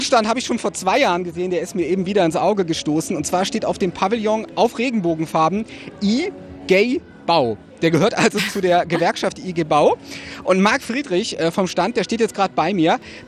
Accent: Rhineland, Germany; Für mich als Rheinländer

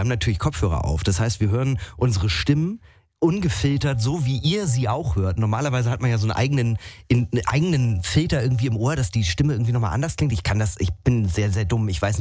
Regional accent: Northern Germany, Germany; Ich muss auch sagen, als Norddeutscher ist mir ja Karneval allgemein sehr, sehr fremd.

